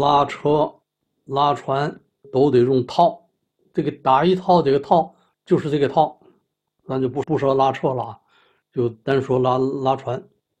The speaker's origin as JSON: {"language": "Chinese", "region": "Tianjin", "country": "China", "tie": "born or raised there", "also_born_or_lived": "Hedong District, Tianjin", "said": "我不是陈家沟子人，我是在益丰区出生长大的，益丰区那儿"}